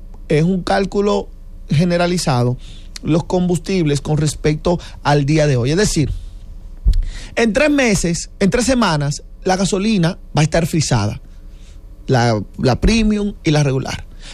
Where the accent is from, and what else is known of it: Dominican Republic